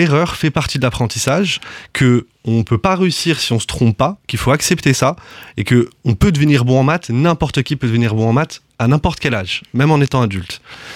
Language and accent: French; Casablanca, Casablanca-Settat, Morocco; J'arrive du Maroc, à la base, j'ai grandi à Casablanca, où j'ai fait mes études là-bas.